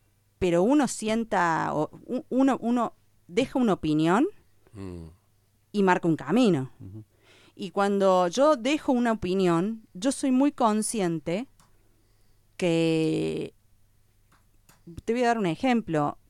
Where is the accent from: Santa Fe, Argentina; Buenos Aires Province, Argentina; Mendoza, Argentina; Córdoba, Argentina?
Córdoba, Argentina; Capilla del Monte; A mí me define mi conducta y mi gente en mi pueblo